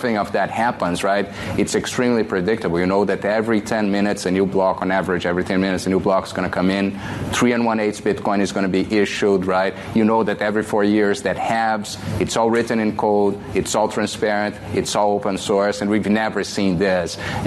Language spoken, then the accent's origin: English; Brazil; I grew up in Brazil, and you know, I went my teenage years in the 90s in Brazil, late 80s, early 90s, when inflation was wild.